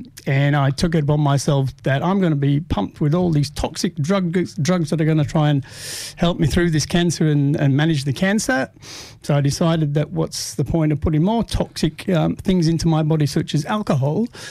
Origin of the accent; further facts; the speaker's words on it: Huddersfield, Yorkshire and the Humber, United Kingdom; I was. Local boy.